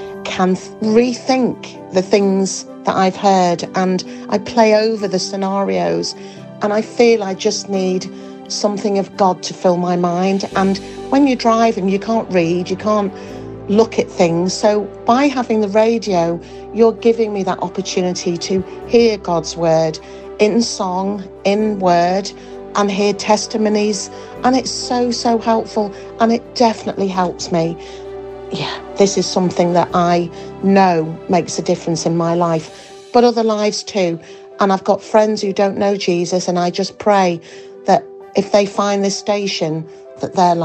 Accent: Leeds, Yorkshire and the Humber, United Kingdom; from Leeds.

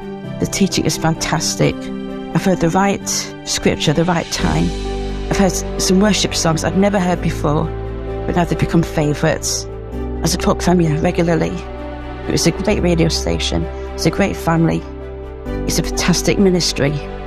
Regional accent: Yorkshire and the Humber, United Kingdom; from Yorkshire.

